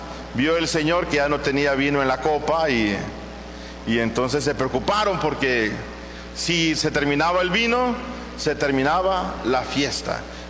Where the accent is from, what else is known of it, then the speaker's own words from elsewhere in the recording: Conchagua, La Unión, El Salvador; Soy originario de Conchagua